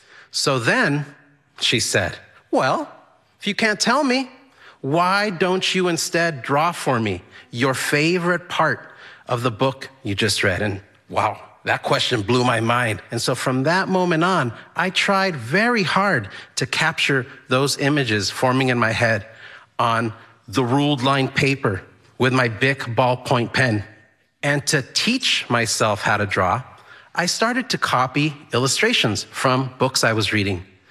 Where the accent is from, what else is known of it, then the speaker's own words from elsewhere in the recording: El Paso, Texas, United States; moved away as an adult; also born or lived in Juarez, Mexico; now in Boston, United States; I was born and raised in El Paso, Texas, but I was raised in two cities, El Paso, Texas, and Juarez, Mexico. I have been living here in the Boston area for, I would say, about 21 years